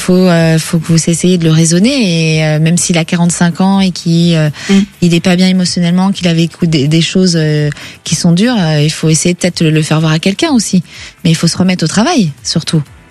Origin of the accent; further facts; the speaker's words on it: Villejuif, Île-de-France, France; Moi, j'ai grandi à côté, à Villejuif.